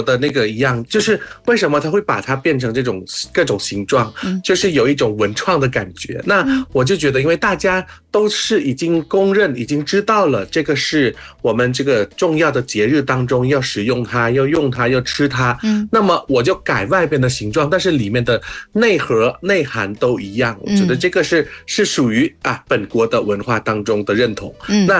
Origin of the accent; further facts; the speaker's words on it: Thailand; Chinese is a second language; 中秋节快乐。